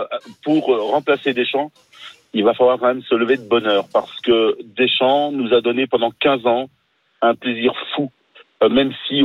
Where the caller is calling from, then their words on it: Aubenas, Auvergne-Rhône-Alpes, France; Je vous appelle d'Aubenas en Ardèche.